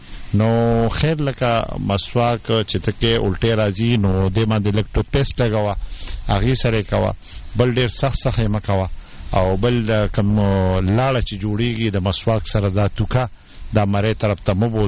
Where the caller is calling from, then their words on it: Peshawar, Khyber Pakhtunkhwa, Pakistan; زه د پېښور نه … يم